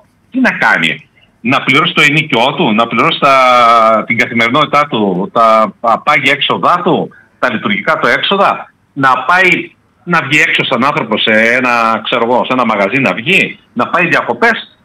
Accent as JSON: {"language": "Greek", "country": "Greece", "said": "Σας πω καταρχήν οι αυξήσεις τιμών, επειδή είμαστε Έλληνες και μας χαρακτηρίζουν, ότι ξεχνάμε αυτό"}